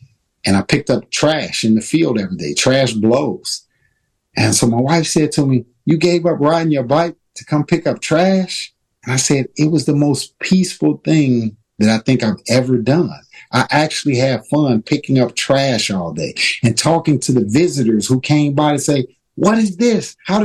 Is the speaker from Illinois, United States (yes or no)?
yes; Chicago, Illinois, United States; we grew up in Chicago, you know, from slavery.